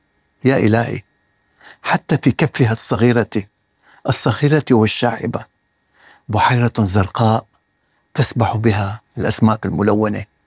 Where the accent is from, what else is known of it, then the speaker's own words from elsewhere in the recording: Syria; أنا كسوري صعب علي أقبل بلد مثل السويداء